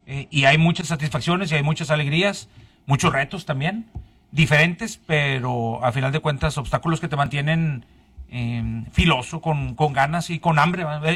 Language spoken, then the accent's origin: Spanish; San Nicolás de los Garza, Nuevo León, Mexico; y soy de barrio porque pues vengo de San Nicolás, de Las Puentes. De ahí soy.